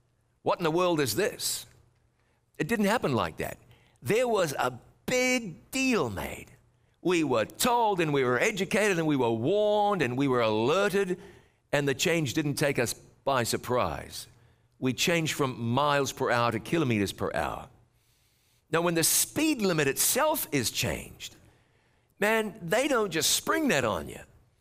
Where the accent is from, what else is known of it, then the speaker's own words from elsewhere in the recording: New Zealand; when I was just a kid and growing up in New Zealand